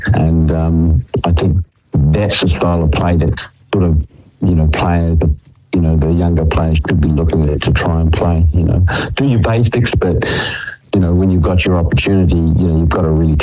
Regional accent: New Zealand; So to have it on the grass again, and we grew up on grass in New Zealand.

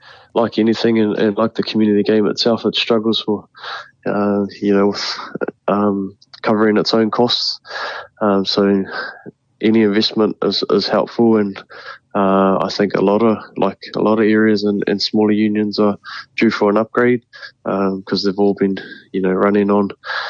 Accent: Gisborne, New Zealand; I'm originally from Wydal, so just down the road from Gisborne.

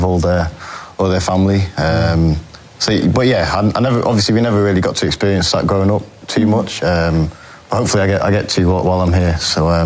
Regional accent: England, United Kingdom; born or raised there

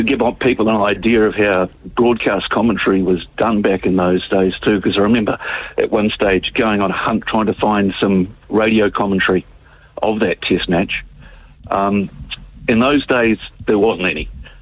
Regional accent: Christchurch, Canterbury, New Zealand; born there; now in Nelson, New Zealand

